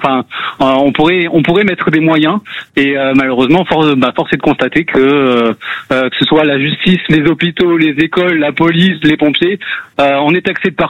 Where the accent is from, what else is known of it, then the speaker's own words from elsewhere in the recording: Provence-Alpes-Côte d'Azur, France; Est-ce que bien dans le sud, moi je suis des Alpes-Maritimes.